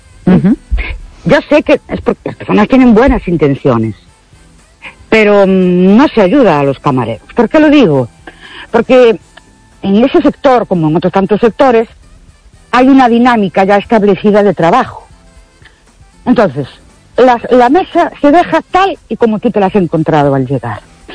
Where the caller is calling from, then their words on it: Ourense, Galicia, Spain; de Orense otra vez.